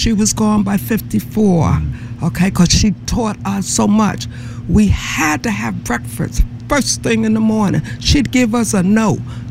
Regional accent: New York, United States; I'm telling you, I was raised in New York, and there's nice stations, but it's not as nice as this station, 90.7 WNCU.

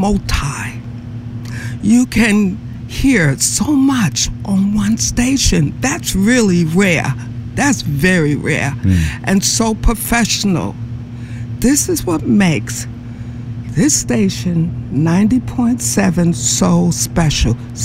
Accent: New York, United States; now in North Carolina, United States; I was raised in New York.

